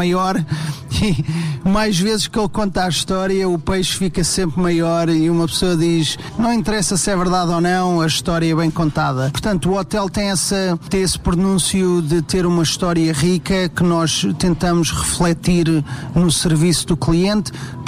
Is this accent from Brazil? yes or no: no; Portugal; Portanto, eu cresci também em Portugal, nós somos um país de futebol, não é?